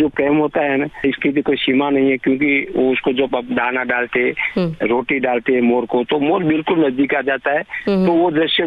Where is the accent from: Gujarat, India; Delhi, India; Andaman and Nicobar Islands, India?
Gujarat, India; Der; मेरा गांव डेर है, तहसील जिला पाटन, वहाँ गोरैया बहुत है, अहमदाबाद में कम है।